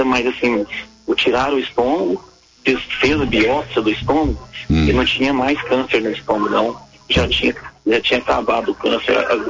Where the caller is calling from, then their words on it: Abaeté, Minas Gerais, Brazil; Eu falo de Abaeté, Minas Gerais.